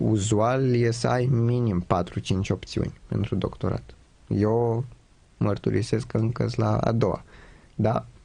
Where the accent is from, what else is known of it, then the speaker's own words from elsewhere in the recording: Romania; Am crescut în România, unii ar zice că numai din asta aș avea o datorie. Faptul că am crescut aici, de bine de rău, aici m-am format.